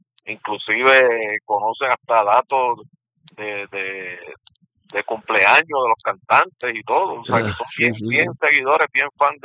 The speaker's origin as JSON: {"language": "Spanish", "town": "Cidra", "country": "Puerto Rico", "said": "Bueno, nosotros somos del pueblo de Sidra."}